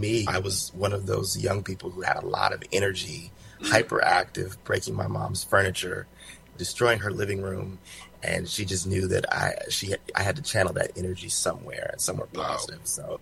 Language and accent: English; Anchorage, Alaska, United States; now in New York, United States